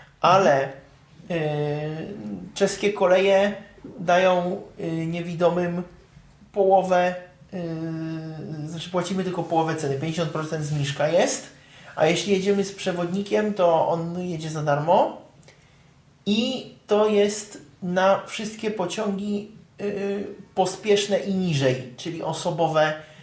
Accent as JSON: {"language": "Polish", "country": "Czechia", "second_language": "Polish", "said": "u nas w Czechach"}